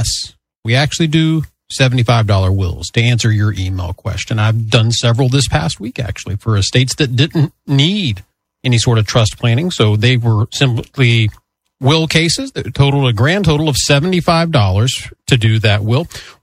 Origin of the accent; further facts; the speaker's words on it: United States; I have done a flea market because I grew up in Polk County.